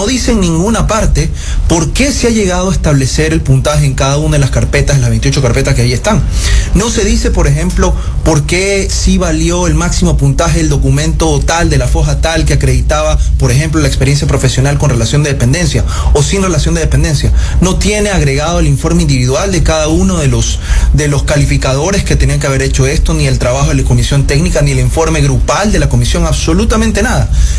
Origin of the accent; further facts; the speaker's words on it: Ecuador; yo aquí estoy como ecuatoriano y además como postulante